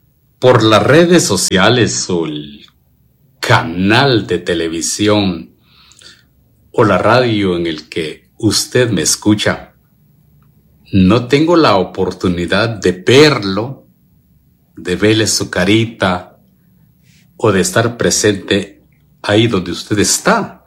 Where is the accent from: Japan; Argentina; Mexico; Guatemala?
Guatemala; de la parroquia de Santiago Zacatepeques de Guatemala. Soy de Guatemala.